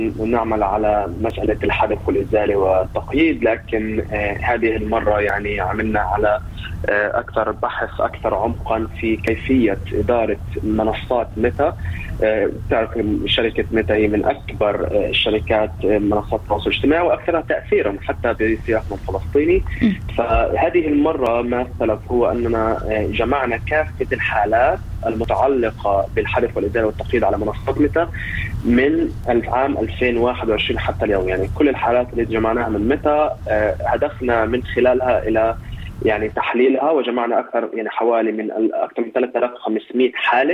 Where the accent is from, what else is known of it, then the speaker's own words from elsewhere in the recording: Palestine; لكن نواجه يعني كفلسطينيين هذه الإبادة